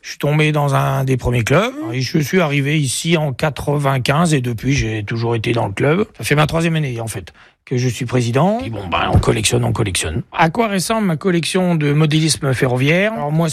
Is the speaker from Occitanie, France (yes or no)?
no; Ruffec, Nouvelle-Aquitaine, France; born there; now in Le Tronchet, France; j'ai 60 ans. Je suis né à Ruffec, en Charente. J'habite une petite commune entre Beaumont et Conly qui s'appelle Le Tronchet.